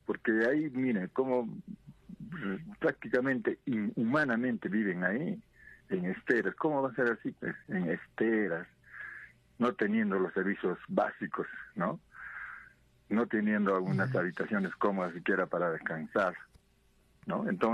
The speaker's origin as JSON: {"language": "Spanish", "country": "Peru", "said": "aquí los peruanos, que somos bien peruanos, bien patriotas"}